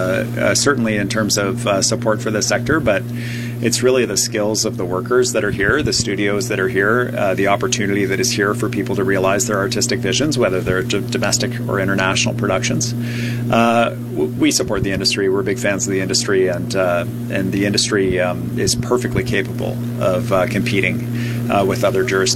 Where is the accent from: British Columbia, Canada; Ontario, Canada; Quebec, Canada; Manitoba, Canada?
British Columbia, Canada; significant in terms of the economic impact for Americans and for Canadians, and we benefit from it as British Columbians.